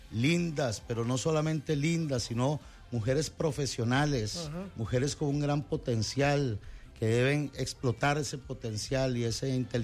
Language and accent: Spanish; Neiva, Huila, Colombia; Yo soy huilense